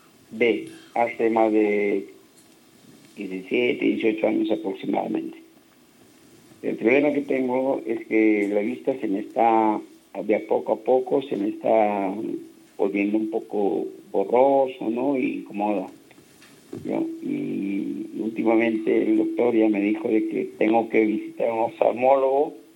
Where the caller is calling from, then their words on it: Ayacucho, Peru; estoy llamando de Cucho.